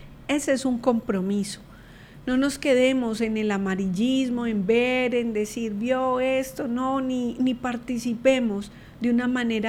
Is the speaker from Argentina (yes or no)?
no; Colombia